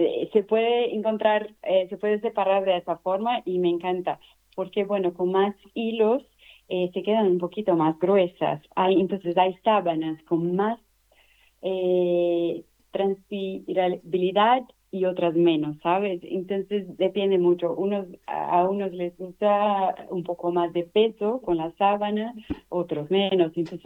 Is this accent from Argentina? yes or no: no; Brazil; now in Madrid, Spain; Bueno, entonces somos brasileños